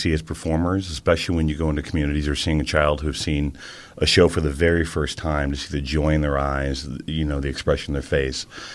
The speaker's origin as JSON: {"language": "English", "town": "Chicago", "region": "Illinois", "country": "United States", "also_born_or_lived": "New York", "lives_now": "Pittsburgh, United States", "said": "Originally Chicago."}